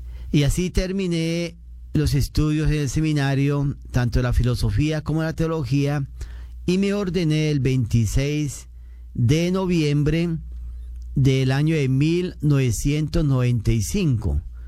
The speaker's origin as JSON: {"language": "Spanish", "town": "Salazar de las Palmas", "region": "Norte de Santander", "country": "Colombia", "tie": "born or raised there", "said": "Allá en mi pueblo, en Salazar de las Palmas, hace más de 400 años, apareció una imagen de la Virgen"}